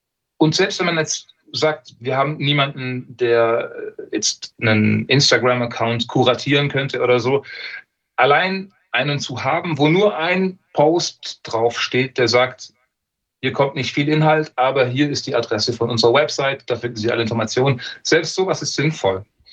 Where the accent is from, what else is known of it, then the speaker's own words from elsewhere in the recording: Ravensburg, Baden-Württemberg, Germany; auch aus Ravensburg, meiner Heimat.